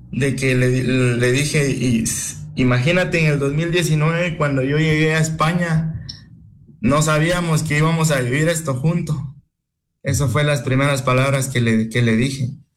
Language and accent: Spanish; Guatemala; moved away; porque sabemos muy bien de que somos guatemaltecos